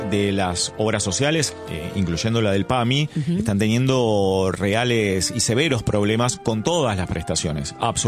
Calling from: Moreno, Buenos Aires Province, Argentina; de Moreno.

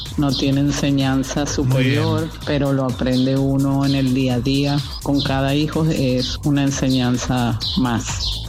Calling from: Viña del Mar, Valparaíso, Chile; Un abrazo desde Viña del Mar, Chile

